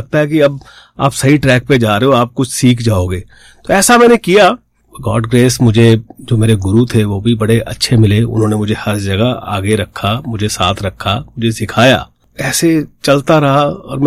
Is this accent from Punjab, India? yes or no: yes; Jalandhar, Punjab, India; मैं बेसिकली पंजाब से हूं, पंजाब के जलंधर शहर से